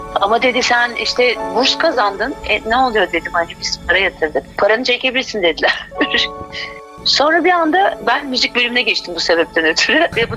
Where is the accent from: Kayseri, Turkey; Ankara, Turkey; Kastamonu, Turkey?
Ankara, Turkey; also born or lived in Erzurum / İzmir; 5 yaşında Ankara'ya geldim ben İzmir'den.